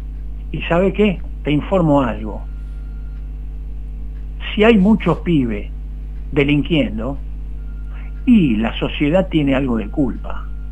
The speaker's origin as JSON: {"language": "Spanish", "country": "Argentina"}